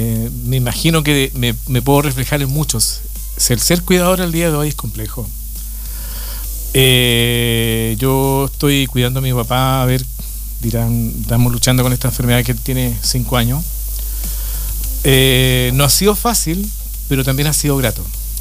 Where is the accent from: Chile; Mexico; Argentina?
Chile; Cochrane, Aysén; Nacido y criado acá en la región de Aysén, en Cochran